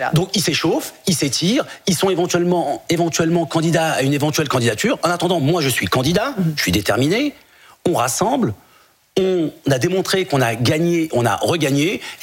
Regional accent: France; Je suis issu comme vous, je suis pas du tout issu de l'immigration. Oui. Ce sont nos parents. Nous, on est français, bien français et fiers d'être français.

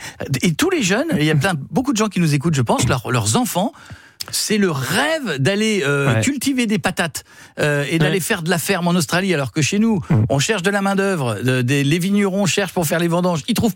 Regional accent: Hauts-de-France, France; Moi, je viens de l'Aisne.

